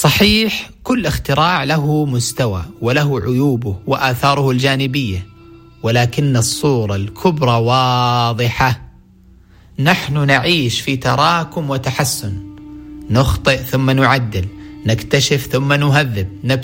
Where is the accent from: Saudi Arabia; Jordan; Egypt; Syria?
Saudi Arabia; عندنا في السعودية الحمد لله هناك جهة وطنية تعنى بهذا المسار